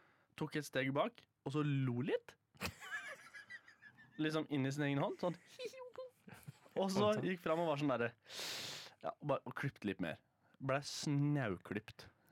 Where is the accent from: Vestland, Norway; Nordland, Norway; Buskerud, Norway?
Buskerud, Norway; now in Oslo, Norway; Jeg hadde en fast frisør når jeg bodde hjemme i Hallingdal.